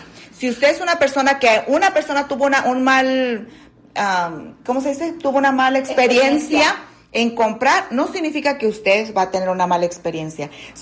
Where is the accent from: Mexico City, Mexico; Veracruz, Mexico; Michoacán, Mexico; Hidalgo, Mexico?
Michoacán, Mexico; No, soy de Michoacán